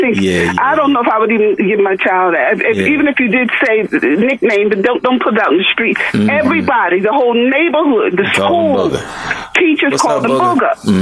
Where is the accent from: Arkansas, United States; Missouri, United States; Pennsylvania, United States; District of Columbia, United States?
Pennsylvania, United States; Philadelphia; also born or lived in Manhattan, New York; I'm from North Philly. Originally, near what's that, 17th and Susquehanna.